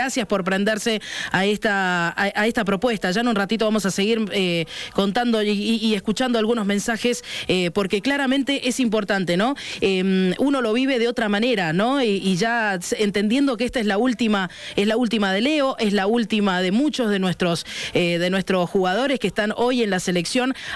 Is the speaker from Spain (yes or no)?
no; Argentina